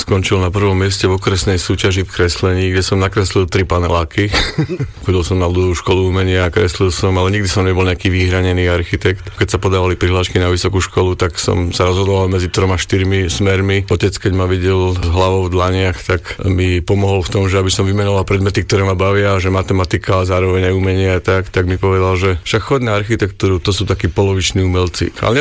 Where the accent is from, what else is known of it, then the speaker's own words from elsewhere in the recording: Prievidza, Trenčín Region, Slovakia; Ja osobne pochádzam z Prievidze.